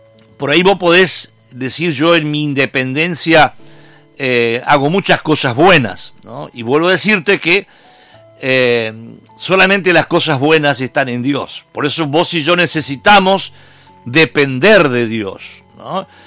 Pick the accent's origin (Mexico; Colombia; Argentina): Argentina